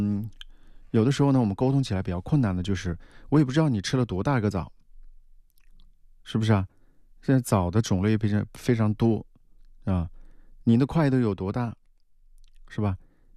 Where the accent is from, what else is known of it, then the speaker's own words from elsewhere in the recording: Hubei, China; 咱们湖北人特别喜欢吃鱼啊